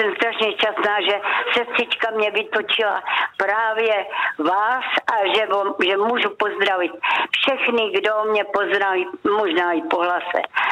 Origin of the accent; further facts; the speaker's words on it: Hradec Králové, Hradec Králové Region, Czechia; born there; v Hradci jsem se narodila a v Hradci si umří